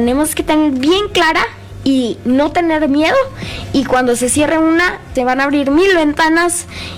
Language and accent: Spanish; Querétaro, Mexico; born there; Yo soy de nacimiento queretano, pero de corazón regio, porque mis papás son regios.